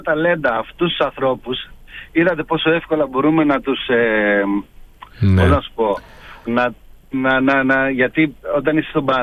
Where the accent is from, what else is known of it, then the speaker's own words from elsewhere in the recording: Greece; Έχουμε σαν Έλληνες αυτό το φιλότιμο